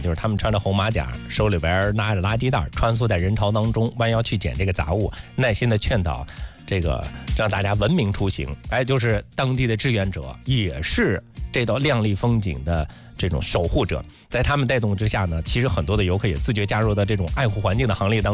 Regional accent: Xingtang, Hebei, China; accent: Xingtang dialect; now in Shijiazhuang, China; 因为我老家在行堂，这个从小说行堂话

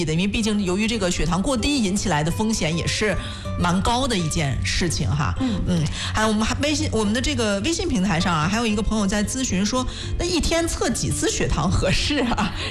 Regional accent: northern China, China; 作为北方人哈，尤其是河北人山西人周围这一带的山河四省的，他比较喜欢吃面食。

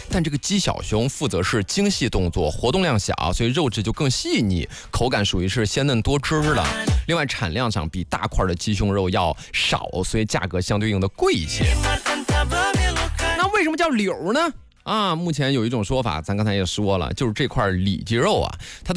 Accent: Nangong, Hebei, China; moved away as an adult; now in Shijiazhuang, China; 我在上小学的时候，我的老家是一个小城南宫

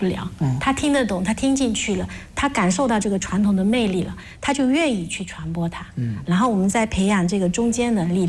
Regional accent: Fujian, China; also born or lived in Quanzhou; 其实我们小时候的时候就是一直听那个蒲县戏长大的

